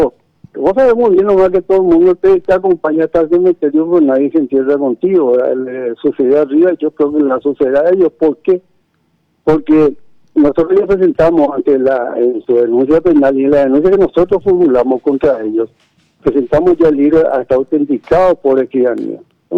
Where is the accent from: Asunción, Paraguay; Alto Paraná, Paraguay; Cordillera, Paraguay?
Asunción, Paraguay; born there; yo nací en Asunción, puedo haber nacido en Caguazú, en Ciudad del Este, en donde sea, pero soy paraguayo